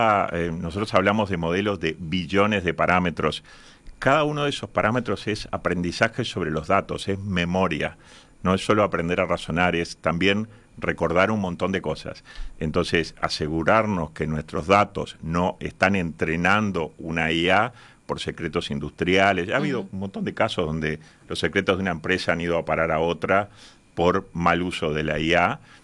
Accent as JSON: {"language": "Spanish", "country": "Uruguay"}